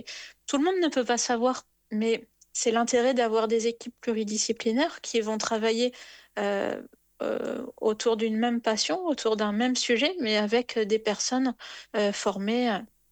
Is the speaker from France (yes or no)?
yes; Normandy, France; Moi, je suis originaire de Normandie. J'ai fait mes études à l'université de Caen-Normandie